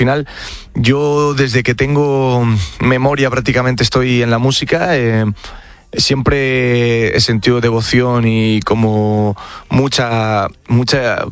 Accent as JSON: {"language": "Spanish", "country": "Spain", "tie": "born there", "said": "a pesar, yo soy nacido en España, pero me tocó muy de cerca y me toca muy de cerca toda la historia"}